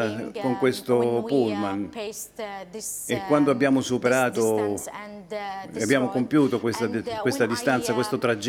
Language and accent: Italian; Gaza, Gaza Strip, Palestine; moved away as an adult; now in Pisa, Italy; Quando ho lasciato Gaza con un pullman